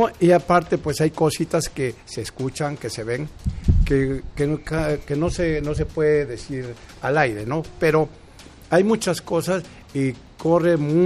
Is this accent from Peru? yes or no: yes; Peru; yo soy peruano.